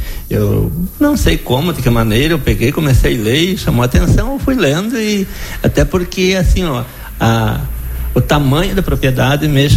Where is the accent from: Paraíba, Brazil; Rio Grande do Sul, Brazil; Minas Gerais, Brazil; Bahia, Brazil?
Rio Grande do Sul, Brazil; born or raised there